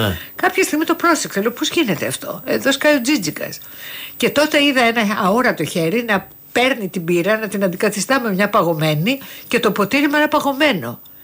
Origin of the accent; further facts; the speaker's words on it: Volos, Thessaly, Greece; εγώ μεγάλωσα στο Βόλο, όπου τα δημόσια σχολεία ήταν τα καλά σχολεία.